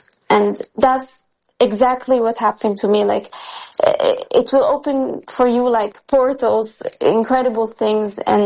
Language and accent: English; Lazio, Italy; first language Italian and Arabic; English is a second language; I grew up bilingual. Like, I was born in Italy, so of course school in Italian, everything in Italian, but I always used to speak Arabic at home, like, since a very, very, very young age, like since I was born. So bilingual.